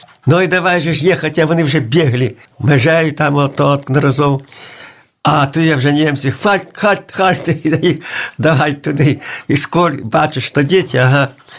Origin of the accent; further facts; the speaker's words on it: Zubowo, Podlaskie Voivodeship, Poland; І з Масєва були тут така, я була з Зубова, от Бориска, замужем є в Масєві.